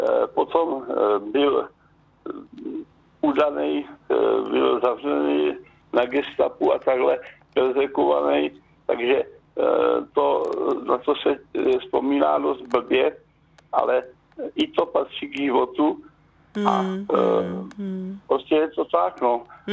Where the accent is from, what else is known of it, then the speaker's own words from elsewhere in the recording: Loučany, Vysočina Region, Czechia; postavili dům v rodném městě na Loučanech, což je malá vesnička na Vysočině, a na tu vzpomínám jako na můj rodný dům, protože já jsem tam zůstal vlastně celé moje mládí